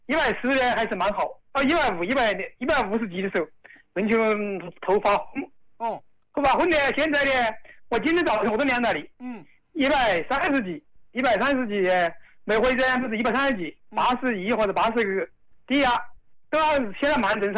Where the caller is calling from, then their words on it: Jingzhou, Hubei, China; 我就是沙市的，跟那个沙市那个地方很近的。